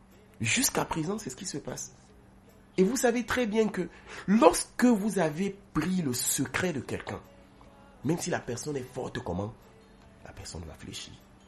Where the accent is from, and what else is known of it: Cameroon